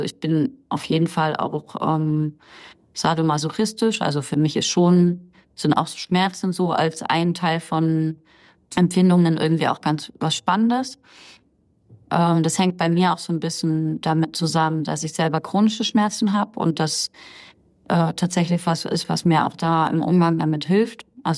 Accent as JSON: {"language": "German", "region": "Bavaria", "country": "Germany", "tie": "born there", "also_born_or_lived": "East Germany", "said": "Ich bin dann in Bayern aufgewachsen"}